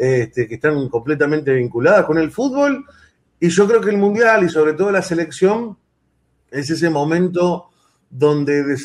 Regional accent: Argentina; los argentinos tuvimos que inventarnos nuestro propio código común.

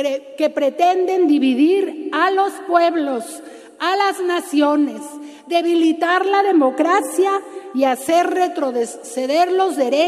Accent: Mexico; Hoy más que nunca somos orgullosamente mexicanos.

